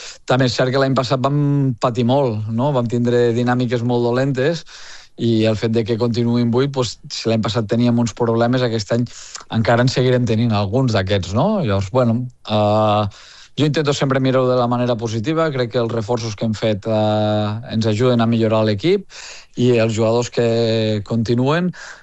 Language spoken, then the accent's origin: Catalan; Lleida, Catalonia, Spain; jo sóc lleidatà